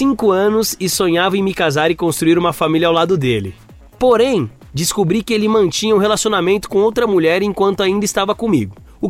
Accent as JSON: {"language": "Portuguese", "town": "Americana", "region": "São Paulo", "country": "Brazil", "said": "Tenho 25 anos e sou de Americana, São Paulo."}